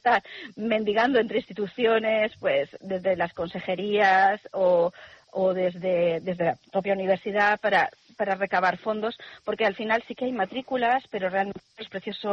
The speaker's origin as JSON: {"language": "Spanish", "country": "Spain", "said": "Nosotros somos españoles"}